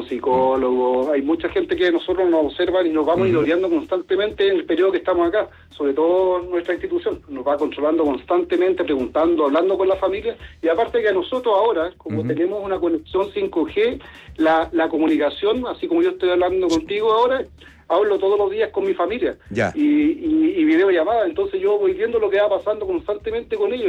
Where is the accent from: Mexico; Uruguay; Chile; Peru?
Chile; Y le hablamos de Chile, en realidad, lo importante que para nosotros como chilenos cuidar la Antártica y para qué estamos aquí.